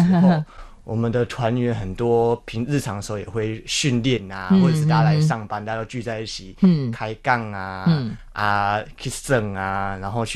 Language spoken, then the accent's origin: Chinese; Taiwan